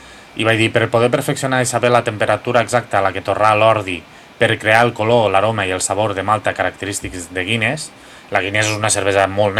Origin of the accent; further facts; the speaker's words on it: Lleida, Catalonia, Spain; jo que sóc de Lleida, sóc valent